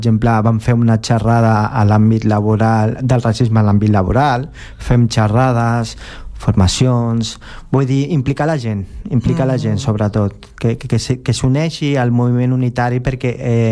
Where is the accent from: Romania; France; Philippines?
Philippines; jo no sóc xino, jo sóc filipí